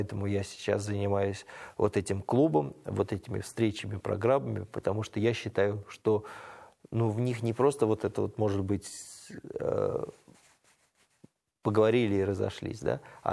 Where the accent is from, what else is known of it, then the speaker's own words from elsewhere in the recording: Nizhny Novgorod, Nizhny Novgorod Oblast, Russia; moved away as an adult; Я всю жизнь родился, вырос, жил в Нижнем Новгороде.